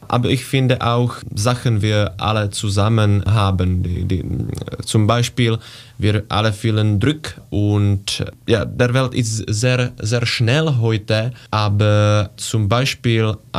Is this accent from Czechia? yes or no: yes; Czechia; German is a second language; ich komme aus Tschechien, so nicht von weit, aber viel Neues finde ich hier in Leipzig.